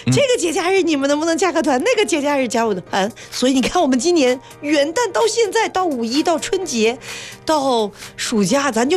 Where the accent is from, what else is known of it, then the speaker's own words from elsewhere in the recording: Beijing, China; moved away; 我是北京人